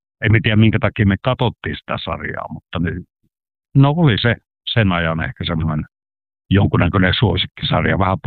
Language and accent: Finnish; Karelia, Finland; Me ollaan Karjalasta vähän hitaita asioiden omaksumisessa